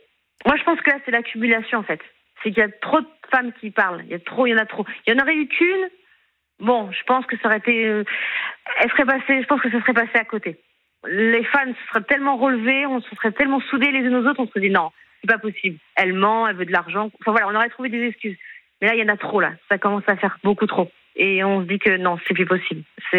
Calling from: Angers, Pays de la Loire, France; Sur Angers.

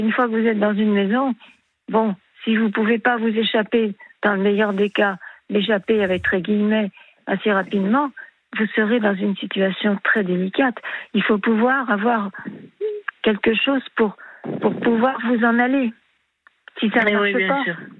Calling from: Aix-les-Bains, Auvergne-Rhône-Alpes, France; J'habite en Savoie, à Aix-les-Bains.

